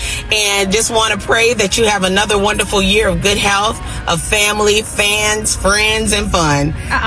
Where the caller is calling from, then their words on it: Georgia, United States; I ain't going to say where I'm from, but I'm from Georgia.